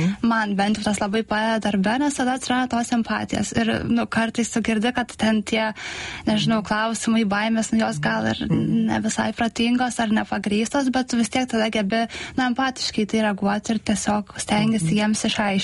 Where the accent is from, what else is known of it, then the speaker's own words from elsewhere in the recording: Kaunas, Kaunas County, Lithuania; Ne, aš irgi augau Kaune, bet baigiau Saulės gimnaziją.